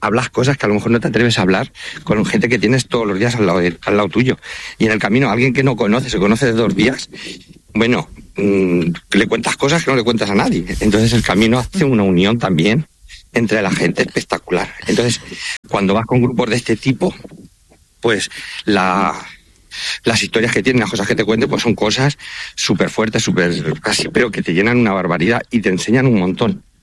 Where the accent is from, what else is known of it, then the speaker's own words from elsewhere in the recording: Santa Cruz de los Cáñamos, Castilla-La Mancha, Spain; accent: Manchego; now in Albacete, Spain; Es que soy muy manchego. Yo soy de Ciudad Real, de un pueblo que se llama Santa Cruz de los Cáñamos, pero vivo en Albacete.